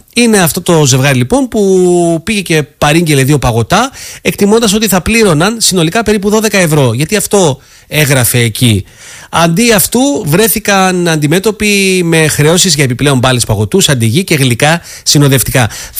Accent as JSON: {"language": "Greek", "country": "Cyprus", "accent": "Cypriot English", "said": "μου βγαίνουν αυθόρμητα και πολλές φορές είναι λίγο κυπριακά αγγλικά"}